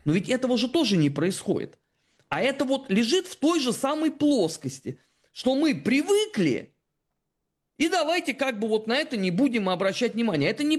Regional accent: Russia

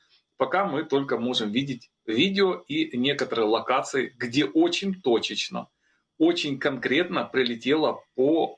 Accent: Kyiv, Ukraine; мне, как коренному киевлянину, очень хорошо известны все локации, куда прилетело.

